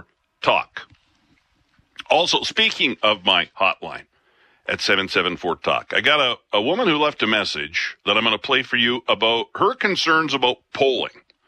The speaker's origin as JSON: {"language": "English", "town": "Picture Butte", "region": "Alberta", "country": "Canada", "tie": "born or raised there", "said": "I grew up in Picture Butte, Alberta. A lot of sugar beets around there. Had a sugar beet factory back in the day."}